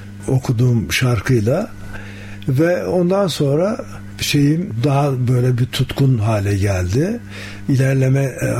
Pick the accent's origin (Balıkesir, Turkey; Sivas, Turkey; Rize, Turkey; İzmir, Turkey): Sivas, Turkey; Evet, Sivaslıyım.